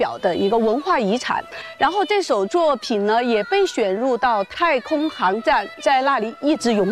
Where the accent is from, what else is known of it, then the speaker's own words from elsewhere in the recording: Sichuan, China; 那是我们四川最有名的四川民歌